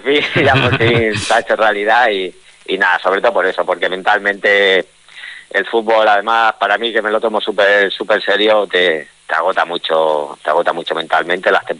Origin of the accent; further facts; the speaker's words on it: Jaraíz de la Vera, Extremadura, Spain; ya mis últimos 2 añitos sí que quería pues jugar aquí en el equipo de mi pueblo, intentarles ayudar para ascender a tercera división, que lo llevaban buscando ya un par de años, y bueno, lo conseguimos, es algo que me hace muy feliz, y los 3 años de tercera división con el Jaraíz han sido la leche